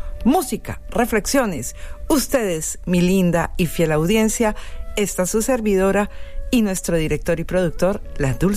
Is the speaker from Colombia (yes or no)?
yes; Colombia; con este ritmo de mi tierra